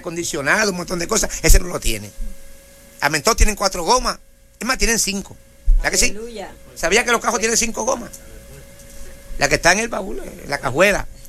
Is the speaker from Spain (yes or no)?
no; Puerto Rico; Yo soy puertorriqueño